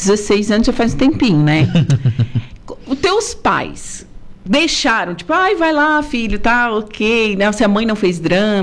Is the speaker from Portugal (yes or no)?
no; Torres, Rio Grande do Sul, Brazil; Eu sou de Torres